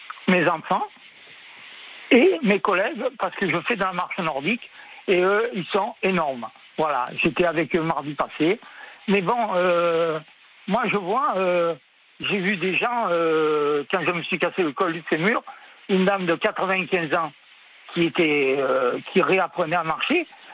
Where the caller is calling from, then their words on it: Toulon, Provence-Alpes-Côte d'Azur, France; je suis à Toulon.